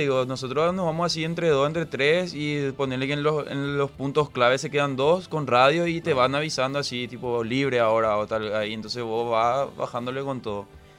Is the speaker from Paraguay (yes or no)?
yes; Paraguarí, Paraguay; yo soy de Paraguarí.